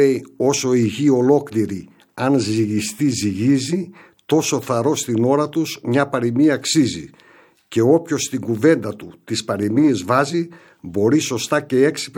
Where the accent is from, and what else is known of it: Vari, Grevena, Western Macedonia, Greece; born or raised there